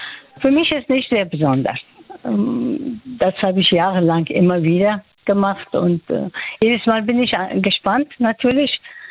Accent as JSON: {"language": "German", "country": "Afghanistan", "tie": "born or raised there", "second_language": "German", "moved": "as an adult", "lives_now": "Bad Kreuznach, Germany", "said": "Ich bin gebürtige Afghanin. Ich bin in Afghanistan geboren. Ich bin dort aufgewachsen, auch in Afghanistan studiert. Und dann 1980 bin ich in Deutschland gelandet."}